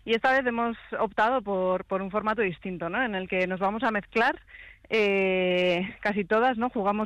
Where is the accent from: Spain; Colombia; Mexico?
Spain; Vitoria-Gasteiz, Basque Country; las que somos de Gasteiz también, de Araba